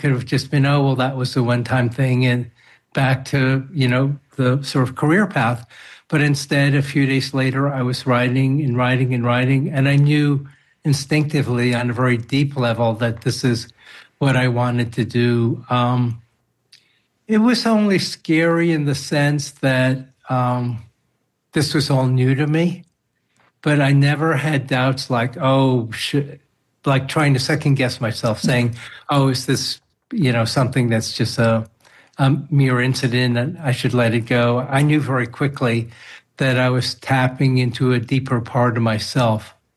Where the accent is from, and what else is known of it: Queens, New York, United States; born or raised there; also born or lived in Long Island